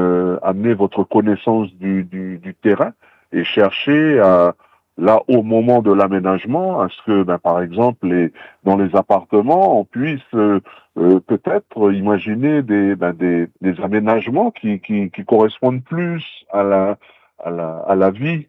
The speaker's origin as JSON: {"language": "French", "country": "New Caledonia", "tie": "born or raised there", "said": "on est originaire nous du quartier de River Star"}